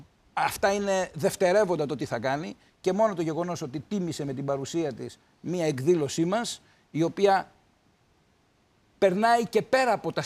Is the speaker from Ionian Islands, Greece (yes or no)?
yes; Kefalonia, Ionian Islands, Greece; στην ιδιαίτερη πατρίδα μου στην Κεφαλονιά